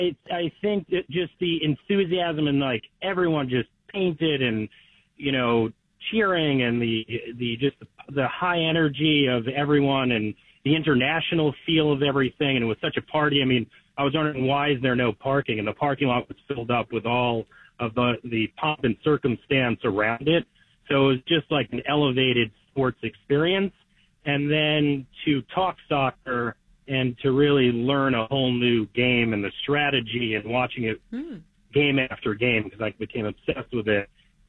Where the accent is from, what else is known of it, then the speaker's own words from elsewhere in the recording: New York, United States; I am a New Yorker.